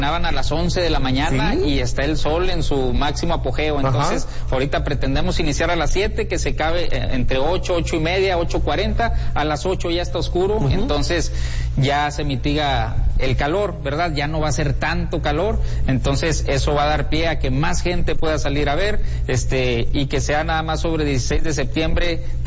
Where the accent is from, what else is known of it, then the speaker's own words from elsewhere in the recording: Sabinas, Coahuila, Mexico; yo soy de Sabinas.